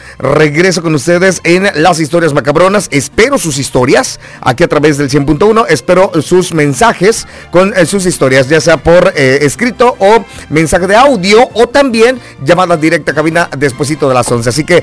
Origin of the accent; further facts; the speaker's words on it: Veracruz, Mexico; Me hiciste trasladarme hasta mi tierra querida llamada de mi bello Veracruz.